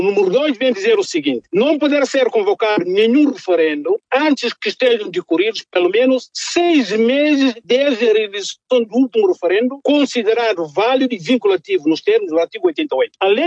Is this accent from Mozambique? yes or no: no; Guinea-Bissau